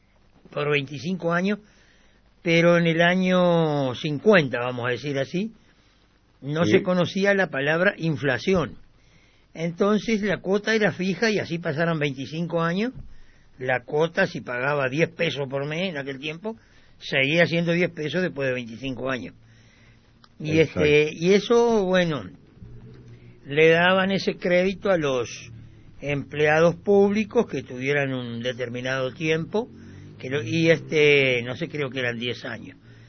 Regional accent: Paysandú, Uruguay; Y nací acá en Paysandú, en La Heroica.

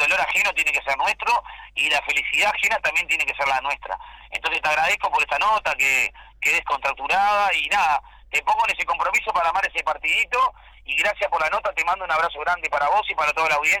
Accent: Ciudad del Plata, San José, Uruguay; mañana yo soy vecino de Ciudad del Plata, y no dejo de ser vecino de Ciudad del Plata.

